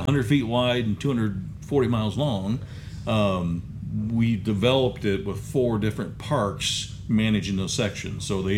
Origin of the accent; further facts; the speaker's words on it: Hartsburg, Missouri, United States; I'm from Hartsburg.